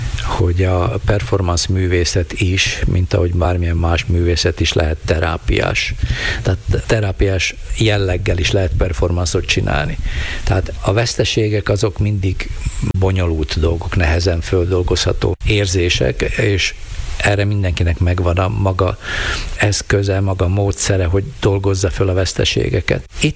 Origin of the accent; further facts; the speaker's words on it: Kéménd, Baranya, Hungary; sok minden köt Kéménthez, nyilván fog is, mert hát ott nőttem föl.